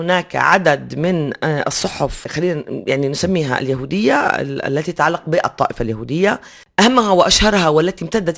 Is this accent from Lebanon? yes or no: no; Palestine; كوني فلسطينية